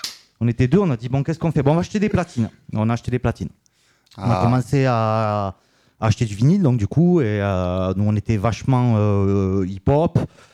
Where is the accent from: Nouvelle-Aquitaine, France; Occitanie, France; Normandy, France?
Occitanie, France; Toulouse; De Toulouse. Je suis toulousain. Je suis un pur toulousain.